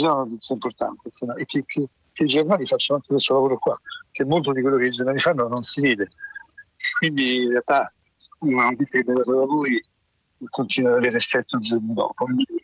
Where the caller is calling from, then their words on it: Rome, Lazio, Italy; sono da Roma.